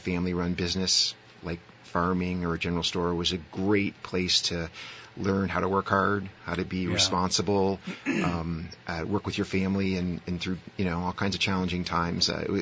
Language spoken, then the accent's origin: English; Leicester, Vermont, United States; I grew up in Leicester, Vermont. My parents owned a general store. I was the oldest of three boys.